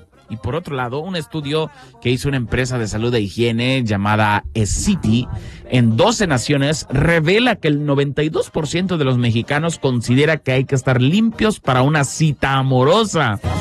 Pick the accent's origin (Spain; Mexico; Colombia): Mexico; Somos mexicanos. Y en especial en este mes, carnal, tenemos que levantar nuestro ego. No. Mexicanos somos.